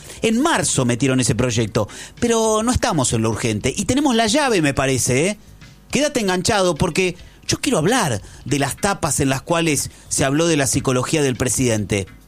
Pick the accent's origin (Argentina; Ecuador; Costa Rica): Argentina; como argentino, 47 millones de argentinos que somos